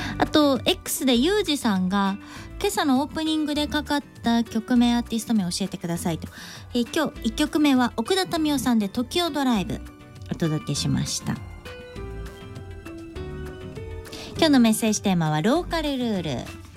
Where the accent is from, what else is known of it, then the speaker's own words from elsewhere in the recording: Takarazuka, Hyogo, Japan; moved away; うちの地元兵庫県宝塚市の結構山の方なんですけど、まあ住宅地で